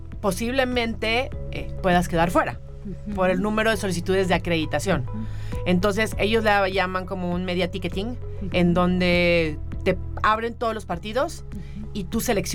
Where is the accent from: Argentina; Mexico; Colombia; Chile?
Mexico; como mexicanos le fuimos perdiendo